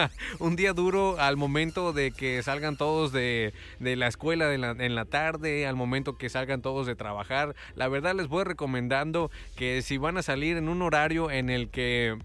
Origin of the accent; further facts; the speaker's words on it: Mexico; Ya saben cómo somos los mexicanos